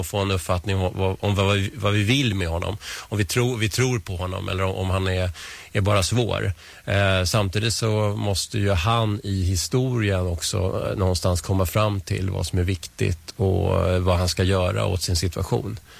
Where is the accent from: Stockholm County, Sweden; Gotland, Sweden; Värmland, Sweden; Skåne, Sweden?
Stockholm County, Sweden; Vällingby; also born or lived in Strängnäs; now in Nacka, Sweden; Jag kommer ju inte härifrån. Jag kommer från Vällingby från början. Och sen har jag bott i stan och jag har bott i Strängnäs då, som sagt. Men vi flyttade hit 2007